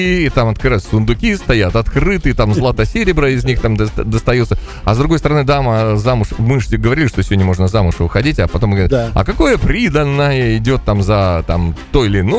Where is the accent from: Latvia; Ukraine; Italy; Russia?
Latvia; Мы выросли, ну, выросли вот в Латвии